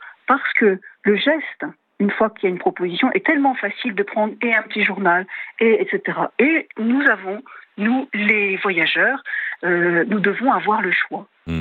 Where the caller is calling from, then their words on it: Paris, Île-de-France, France; Eh ben moi, je suis là à Paris, mais je circule beaucoup sur l'axe Rhône-Alpes.